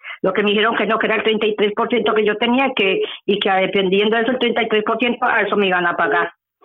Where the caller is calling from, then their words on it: Madrid, Community of Madrid, Spain; Sí, muy buenos días, María, de Madrid.